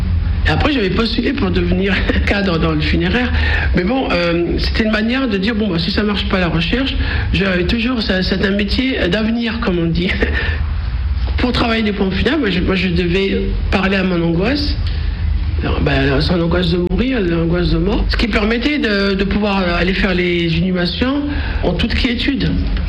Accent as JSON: {"language": "French", "town": "Skikda", "region": "Skikda Province", "country": "Algeria", "tie": "born there", "said": "je suis née en Algérie, à Skida, en 1963, ex-Philippeville."}